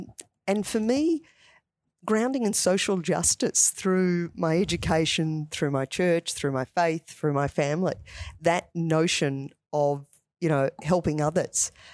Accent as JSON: {"language": "English", "town": "Melbourne", "region": "Victoria", "country": "Australia", "tie": "born or raised there", "said": "I grew up in Ashwood."}